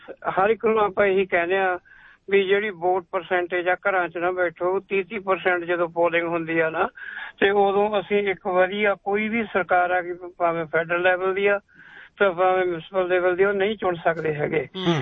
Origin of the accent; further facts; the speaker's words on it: Punjab, India; moved away; ਸਾਡੇ ਅਸੀਂ ਪੰਜਾਬ ਤੋਂ ਆਏ ਹਾਂ, ਪੰਜਾਬ ਦੇ ਵਿੱਚ ਅਸੀਂ ਦੇਖਿਆ ਵੀ ਫ੍ਰੀ ਦੀ ਜਿਹੜੀਆਂ ਸਹੂਲਤਾਂ ਦਿੰਦੇ ਸੀਗੇ